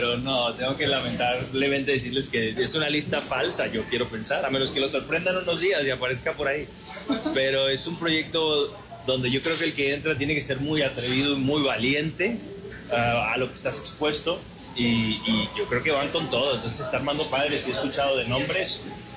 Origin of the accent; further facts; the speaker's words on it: Venezuela; now in Mexico; no olvidarnos de Venezuela, no olvidarnos de mi gente que tanto nos necesita